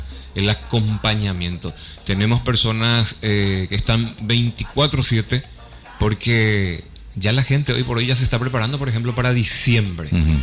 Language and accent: Spanish; Paraguay; now in Madrid, Spain; volver a tu tierra te refortalece.